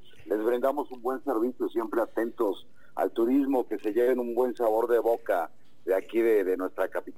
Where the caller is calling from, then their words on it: Mexico City, Mexico; de aquí de la Ciudad de México.